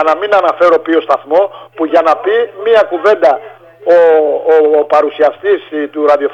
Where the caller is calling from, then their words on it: Zakynthos, Ionian Islands, Greece